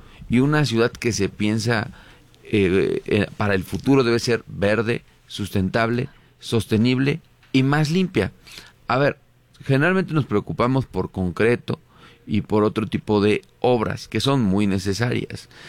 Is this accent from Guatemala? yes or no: no; Mexico; pero la verdad creo que festejaron mucho nosotros como mexicanos, claro.